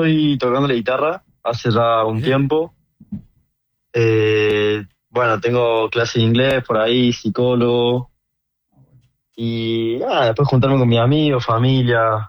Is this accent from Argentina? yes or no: yes; Córdoba, Argentina